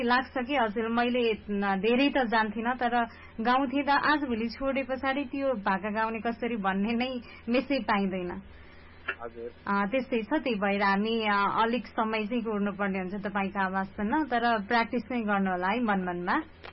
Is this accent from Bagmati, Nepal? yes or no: no; Waling, Gandaki Province, Nepal; हो हो मेरो घर वालिङै हो।